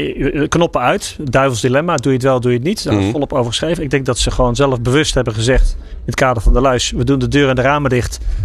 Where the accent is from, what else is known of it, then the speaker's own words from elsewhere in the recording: Netherlands; wij zijn Hollanders